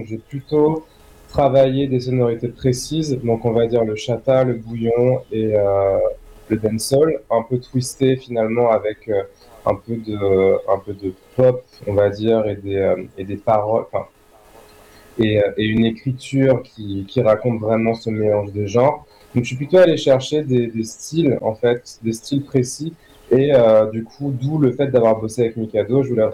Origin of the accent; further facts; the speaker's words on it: Fort-de-France, Martinique; now in Paris, France; Alors, moi, j'ai grandi en Martinique tout d'abord à Fort-de-France.